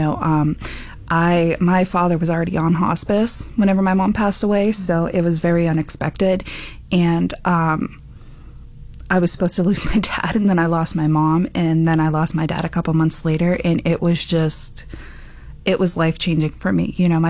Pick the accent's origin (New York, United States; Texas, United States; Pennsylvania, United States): Pennsylvania, United States; I was a little bit worried because I am from Allegheny County.